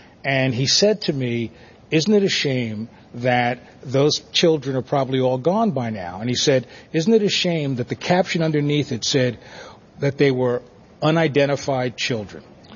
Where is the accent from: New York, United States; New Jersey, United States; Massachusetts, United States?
New Jersey, United States; Belleville; also born or lived in Newark, New Jersey; I was born in Newark, New Jersey. Hail Jersey people. I grew up in a town called Belleville where it was overwhelmingly Italian and me.